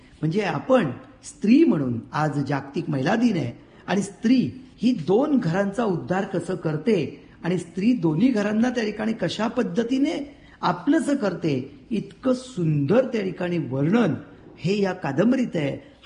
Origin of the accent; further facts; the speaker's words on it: Maharashtra, India; मला माझं कोकण म्हणजे माझं गाव आठवलं.